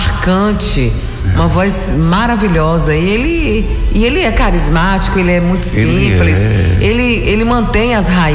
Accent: Jequié, Bahia, Brazil; also born or lived in Itiruçu; Não que eu não nasci exatamente aqui em Jequié, mas tô igual a Arimora. Vim pra cá, bebezinha, lá da cidade de Tiruçu.

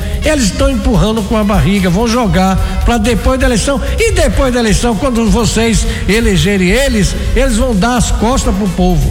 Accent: Patos, Paraíba, Brazil; born there; now in Jequié, Brazil; eu sou brasileiro, eu sou nordestino. Eu nasci em Patos, na Paraíba, mas me considero jiquiense porque eu recebi o título de cidadão baiano.

